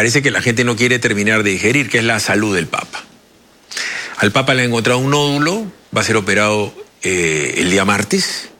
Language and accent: Spanish; Peru; yo soy peruano y soy católico.